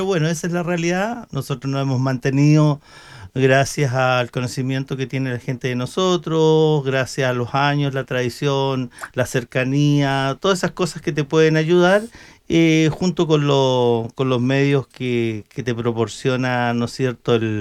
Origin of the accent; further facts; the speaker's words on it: Panguipulli, Los Ríos, Chile; somos de Panguipulli, hemos vivido toda la vida acá